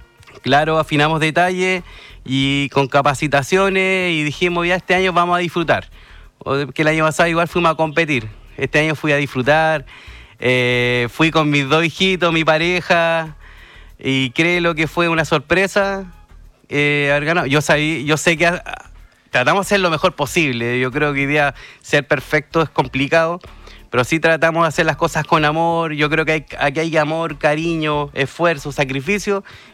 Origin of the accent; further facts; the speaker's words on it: Peñaflor, Santiago Metropolitan Region, Chile; now in Valparaíso, Chile; Bueno, como mencioné, yo vengo de Peñaflor.